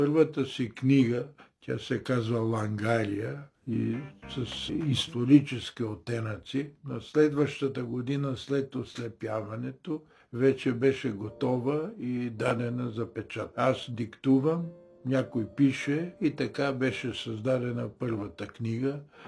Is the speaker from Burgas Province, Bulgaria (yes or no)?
no; Sofia, Sofia City, Bulgaria; also born or lived in Vidin; Детството си започнах в Видин, но след това се преместихме в София.